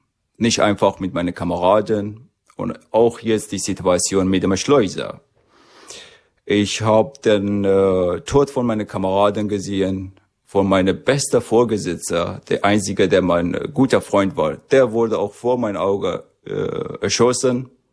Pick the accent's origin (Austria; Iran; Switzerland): Iran; Kurdistan; German is a second language; moved away; Wir sind Kurde, wir sind Kämpfer.